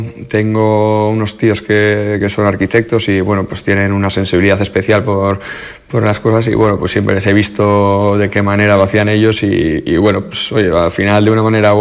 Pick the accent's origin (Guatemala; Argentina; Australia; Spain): Spain; San Sebastián, Basque Country; yo soy un chaval de San Sebastián, ¿no? De Donosti, muy chaval, muy normal, ¿no?